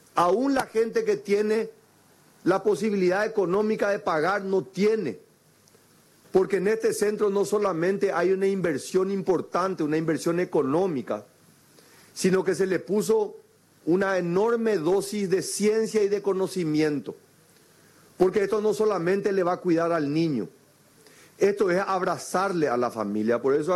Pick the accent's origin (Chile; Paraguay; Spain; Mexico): Paraguay; somos orgullosamente paraguayos.